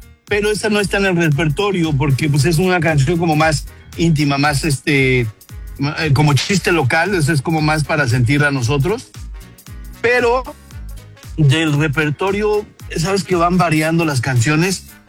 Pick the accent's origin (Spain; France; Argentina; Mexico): Mexico; Somos un grupo mexicano, la gente nos recibe con orgullo dentro y fuera del país.